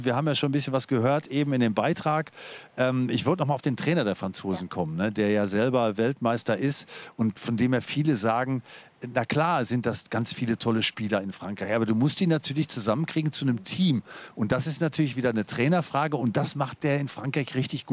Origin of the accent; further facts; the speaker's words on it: Dortmund, North Rhine-Westphalia, Germany; Ach, aus Dortmund. Aus meiner Heimatstadt.